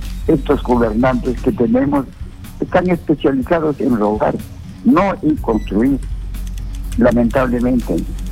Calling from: Chosica, Lima, Peru; Estoy llamando desde acá de Chosica.

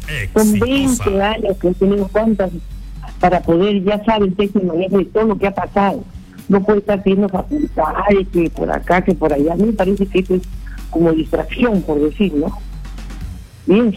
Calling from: Peru; como peruanos que somos

